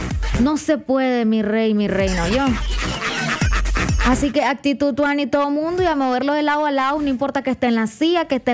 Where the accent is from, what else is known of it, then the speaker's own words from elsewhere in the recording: Nicaragua; Yo sé que somos nicas, no conocemos la puntualidad